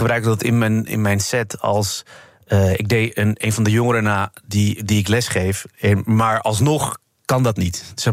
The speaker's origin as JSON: {"language": "Dutch", "town": "Amsterdam", "region": "North Holland", "country": "Netherlands", "tie": "born or raised there", "said": "Ja, ik ben in deze buurt opgegroeid, want waar dit wordt opgenomen in Amsterdam-Oost. En daar, dat was altijd heel erg divers."}